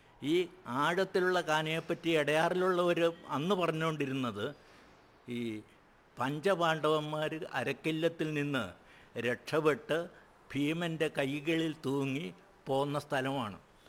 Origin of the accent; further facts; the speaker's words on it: Ramapuram, Kerala, India; now in Pathalam, Kochi, India; പാല അടുത്തുള്ള രാമപുരം എന്ന ഗ്രാമത്തിൽ നിന്നാണ് ഞാൻ വരുന്നത്. ആ ഗ്രാമവും ഇവിടെയും ആയിട്ട് ആനയും ആടും പോലുള്ള വ്യത്യാസമാണുള്ളത്.